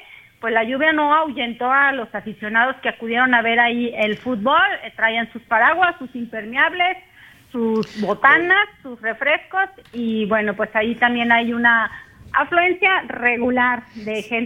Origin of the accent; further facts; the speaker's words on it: Mexico; A como son o somos los mexicanos, son como para cocorear.